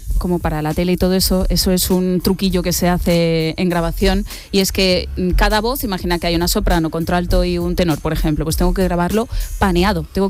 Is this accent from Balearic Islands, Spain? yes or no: yes; Calvià, Balearic Islands, Spain; Yo colaboraba en una radio de estas locales de ahí de mi pueblo, de Calvía